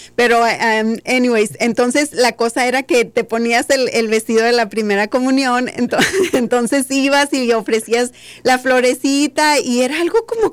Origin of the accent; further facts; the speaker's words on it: Agua Prieta, Sonora, Mexico; sí recuerdo que soy de Agua Prieta, ¿no?